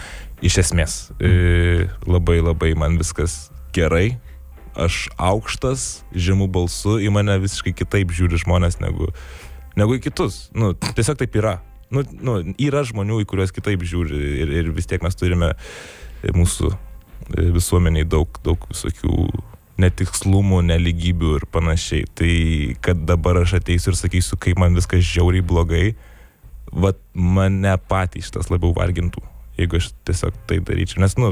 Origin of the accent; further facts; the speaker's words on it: Gargždai, Klaipėda County, Lithuania; aš iš Gargždų esu